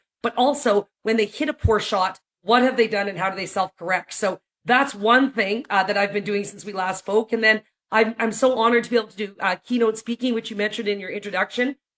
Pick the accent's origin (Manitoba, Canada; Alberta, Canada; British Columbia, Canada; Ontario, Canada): Alberta, Canada; Calgary; the Champions Tour in my hometown of Calgary, Alberta